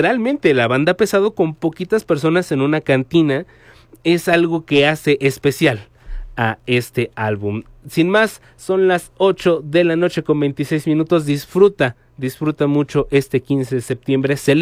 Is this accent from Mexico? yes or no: yes; Mexico; hay que abrazarnos como mexicanos